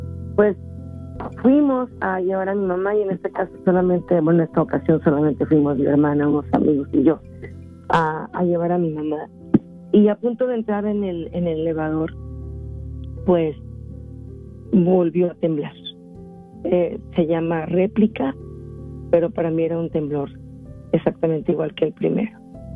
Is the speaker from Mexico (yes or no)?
yes; Mexico City, Mexico; now in California, United States; Yo vivía en mi ciudad natal, que es la Ciudad de México.